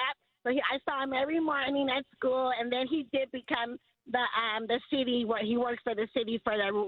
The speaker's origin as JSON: {"language": "English", "town": "Lima", "region": "Ohio", "country": "United States", "tie": "born or raised there", "also_born_or_lived": "Kentucky", "said": "My dad, it was me and my brother. We grew up in Lima, Ohio, until we moved to Kentucky"}